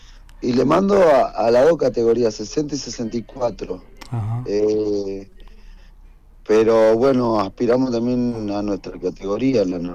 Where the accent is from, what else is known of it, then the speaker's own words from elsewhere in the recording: El Calafate, Santa Cruz, Argentina; born there; estoy radicado, vivo de los 8 años, tengo 26 años y de los 8 años que vine a...